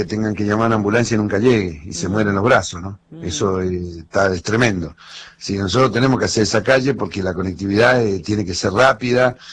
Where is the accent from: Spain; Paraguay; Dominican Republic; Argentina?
Argentina; El Bolsón, Patagonia; also born or lived in El Hoyo; Yo me acuerdo cuando era chico, ahí en el Hoyo y en Bolsón